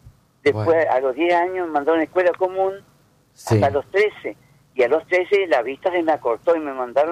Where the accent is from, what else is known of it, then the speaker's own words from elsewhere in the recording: Victoria, Entre Ríos, Argentina; also born or lived in Paraná, Entre Ríos; yo nací, me crié acá en Victoria.